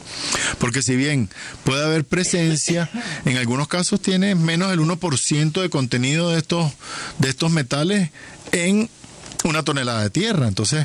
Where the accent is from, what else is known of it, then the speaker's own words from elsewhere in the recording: Venezuela; Como venezolanos debemos estar avergonzados